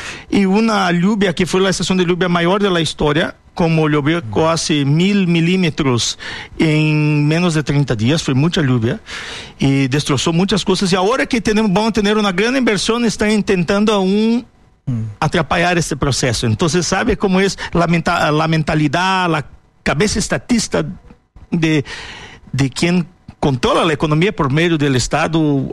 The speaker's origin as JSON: {"language": "Spanish", "country": "Brazil"}